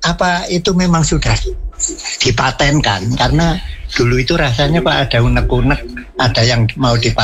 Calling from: Java, Indonesia; saya orang Jawa kan suka yang mistik-mistik begitu.

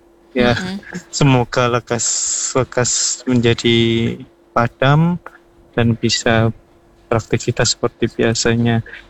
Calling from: East Java, Indonesia; di daerah saya di daerah Wagiring Jedong, Kabupaten Malang. Kebetulan rumah saya ini di perumahan kecil, Mbak, di pinggir ya, yang mepet dengan kebun tebu.

